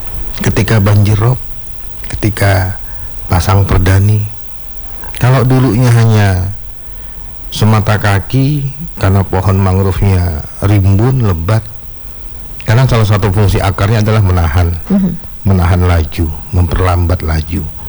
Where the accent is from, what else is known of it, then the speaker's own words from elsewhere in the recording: Jakarta, Indonesia; now in North Sumatra, Indonesia; kebetulan saya kan dari Jakarta. Saya dari Jakarta, istri saya orang Medan gitu.